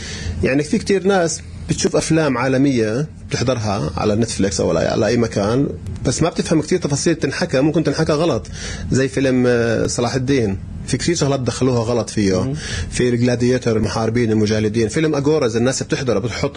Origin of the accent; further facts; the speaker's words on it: Jerusalem, Palestine; احنا عندنا بلوعة في القدس عمرها 3000 سنة.